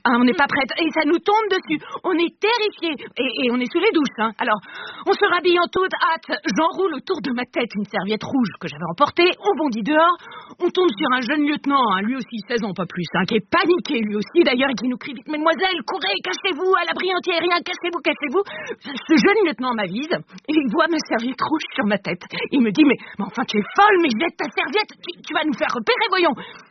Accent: Siberia, Russia; Comme je vous ai dit, je viens de Sibérie.

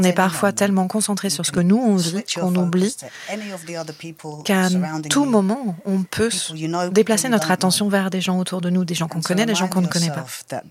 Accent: London, United Kingdom; Moi, je suis née, j'ai grandi à Londres

